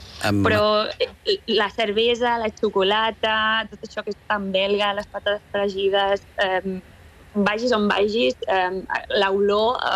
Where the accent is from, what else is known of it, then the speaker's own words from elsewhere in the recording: Catalonia, Spain; now in Brussels, Belgium; És veritat que Brussel·les i el temps és... costa com a catalana. Trobes molt a faltar el Mediterrani